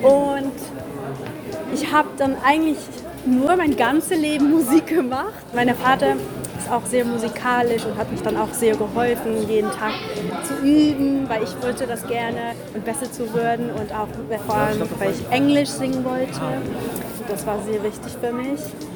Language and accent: German; Netherlands; German is a second language; moved away as an adult; now in Hamburg, Germany; ich komme eigentlich aus den Niederlanden. Ich wohne seit 2 Jahren hier in Hamburg